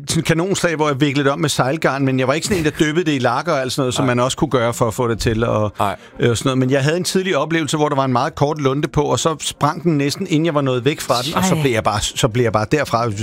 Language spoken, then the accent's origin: Danish; Albertslund, Capital Region of Denmark, Denmark; Jeg kommer fra Albertslund